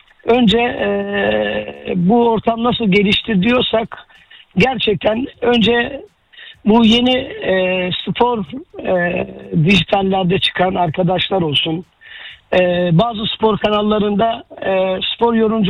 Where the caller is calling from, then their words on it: Istanbul, Turkey; İstanbul'dan katılıyorum da. Biraz nostalji yapmak istiyorum sizinle. Benim yaşım aşağı yukarı 52-53.